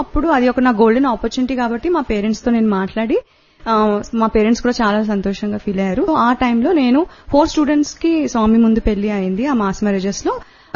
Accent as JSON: {"language": "Telugu", "town": "Bengaluru", "region": "Karnataka", "country": "India", "said": "నేను బెంగళూరు నుంచి వచ్చాను."}